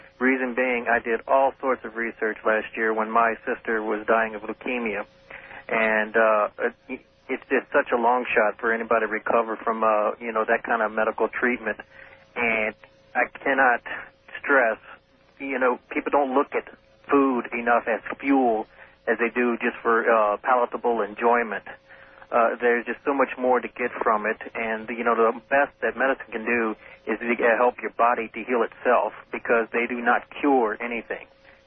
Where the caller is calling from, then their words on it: New Orleans, Louisiana, United States; in New Orleans.